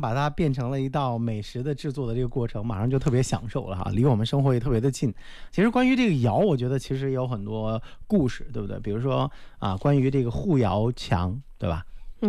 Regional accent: Fujian, China; 那来到闽南，包括我的老家

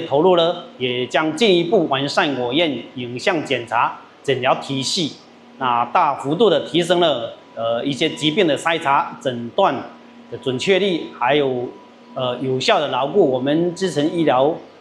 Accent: Jinjiang, Fujian, China; born or raised there

